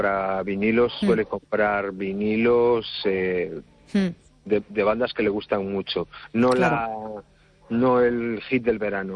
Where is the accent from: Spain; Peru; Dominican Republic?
Spain; Cangas; yo soy de Cangas